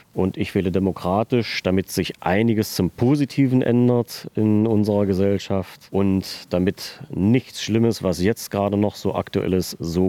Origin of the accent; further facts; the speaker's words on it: Aschersleben, Saxony-Anhalt, Germany; ich bin gebürtiger Aschersleber